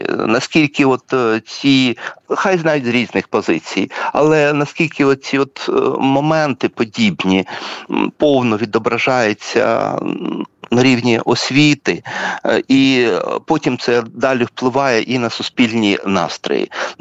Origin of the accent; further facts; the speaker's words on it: Chernihiv Oblast, Ukraine; ну я з Чернігівщини, ну от були коли розкопки